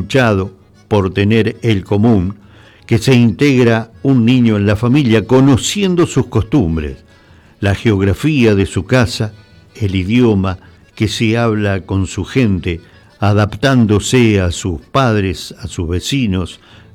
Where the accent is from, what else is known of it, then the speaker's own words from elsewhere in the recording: Argentina; nos identifiquemos como argentinos